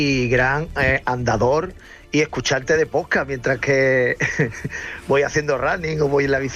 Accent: Barbate, Andalusia, Spain; Slash veranea en Zahara de los Atunes, sí. Yo soy de Barbate

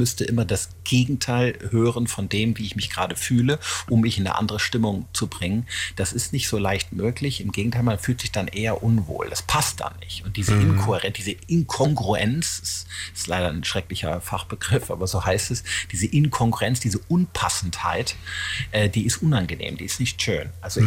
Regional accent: Rhineland, Germany; Ich komme ja aus dem Rheinland.

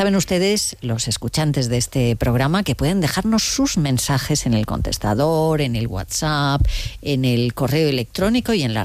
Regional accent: Cervera, Catalonia, Spain; moved away; en Cervera, en Lleida, que es mi pueblo

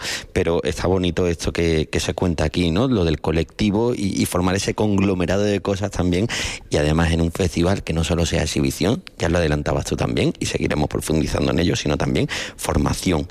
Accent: Málaga, Andalusia, Spain; porque la gente va a decir, claro, como es malagueño, lleva los últimos programas aquí haciendo cosas

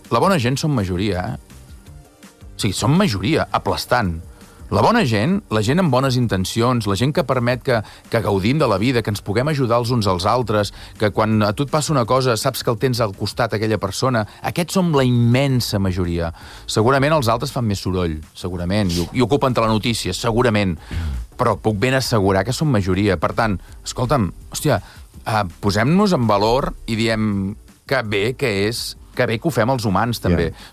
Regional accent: Sant Feliu de Buixalleu, Catalonia, Spain; a casa, a Sant Feliu de Buixalleu, a Girona

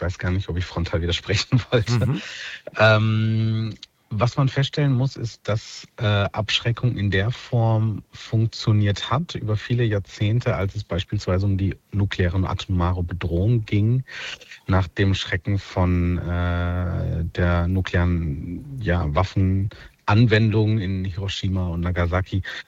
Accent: Germany; wenn wir als Deutsche oder vielleicht sogar auch als Europäer

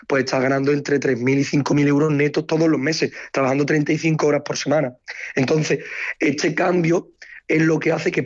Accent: Spain; fisioterapeutas belgas como los españoles somos los principales

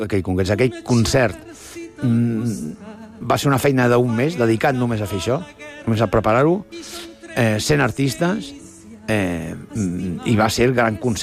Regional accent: Barcelona, Catalonia, Spain; born there; Jo que sóc nascut a Hostafrancs

